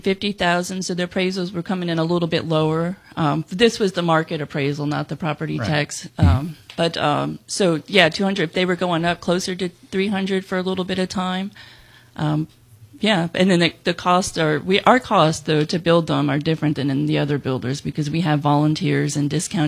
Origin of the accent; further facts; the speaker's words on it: Flagler County, Florida, United States; also born or lived in New Jersey; I came here as a four-year-old from New Jersey, like many people. and so I went to the schools here, and I grew up here in Flagler County.